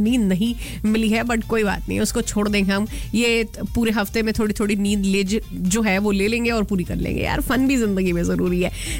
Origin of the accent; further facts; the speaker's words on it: Punjab, India; क्या है कि ठीक है, मैं पंजाबी हूँ, सबको लगता है कि भाई जब ब्रेकफास्ट की बात आती है तो मेरे को हर टाइम आलू के पराठे चाहिए।